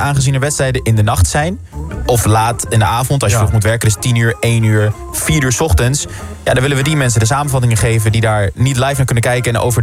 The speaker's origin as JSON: {"language": "Dutch", "country": "Portugal", "tie": "born or raised there", "said": "Ja, ik ben in Portugal opgegroeid. Dus van mijn 18 tot mijn 17 heb ik in Portugal gewoon, daardoor kan ik Portugees."}